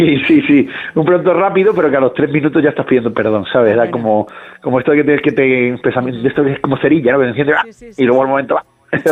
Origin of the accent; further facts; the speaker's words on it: Cádiz, Andalusia, Spain; No, yo además me crié en Cádiz, con lo cual